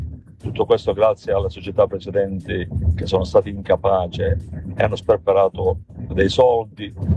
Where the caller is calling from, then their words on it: Enna, Sicily, Italy; Sono da Enna.